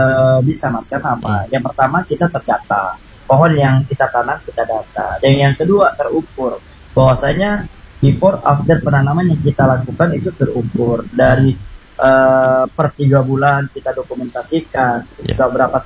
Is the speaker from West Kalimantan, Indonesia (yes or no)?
yes; Kubu Raya, West Kalimantan, Indonesia